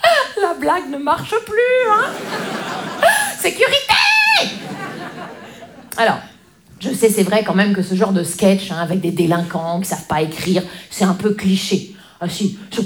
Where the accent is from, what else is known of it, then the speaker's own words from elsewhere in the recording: Grand Est, France; Moi, je viens des Vosges. Les Vosges.